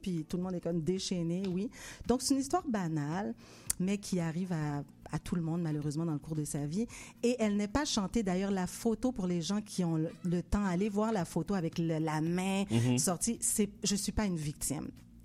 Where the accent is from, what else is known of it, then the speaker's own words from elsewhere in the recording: Quebec, Canada; born there; je suis née au Québec.